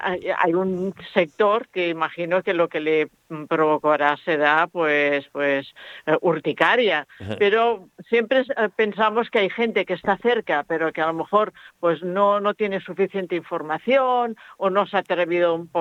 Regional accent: Catalonia, Spain; encima somos catalanes españoles

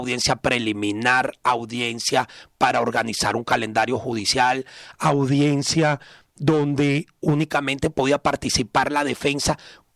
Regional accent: Venezuela; primero como venezolanos

